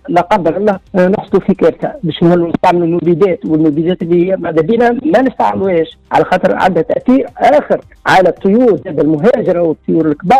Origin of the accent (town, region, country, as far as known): Tunisia